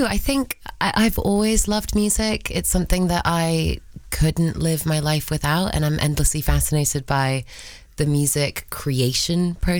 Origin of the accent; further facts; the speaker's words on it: London, United Kingdom; born there; English is a second language; also born or lived in Argentina; I moved to London when I was six. I learned English when I was eight.